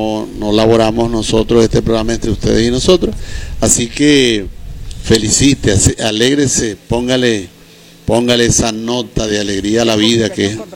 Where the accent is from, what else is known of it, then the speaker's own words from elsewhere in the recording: Guanare, Portuguesa, Venezuela; yo soy de Guanare y el paisano era de Acarigua.